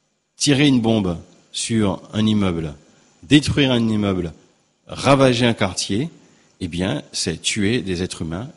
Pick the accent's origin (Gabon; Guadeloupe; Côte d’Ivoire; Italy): Guadeloupe; certes, petit pays que nous sommes, petite île que nous sommes de la Guadeloupe, eh bien, nous prions pour la paix